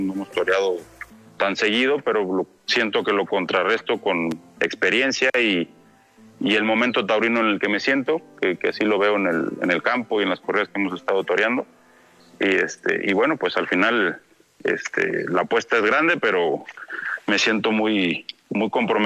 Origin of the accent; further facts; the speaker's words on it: San Luis Potosí, Mexico; Luego el día 25 estaré en mi tierra, en San Luis Potosí